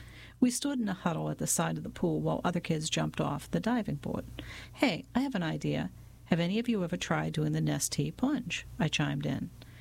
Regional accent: Howard, Kansas, United States; I often miss the carefree days of summer that I enjoyed as a child in the late 70s, growing up in Howard, Kansas.

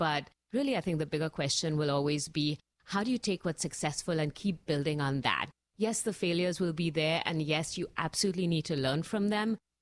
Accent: Mumbai, Maharashtra, India; moved away as an adult; now in United States; I was born in Mumbai and grew up. I actually spent my first 21 years there. I came to the U.S. to do my master's at Brandeis University

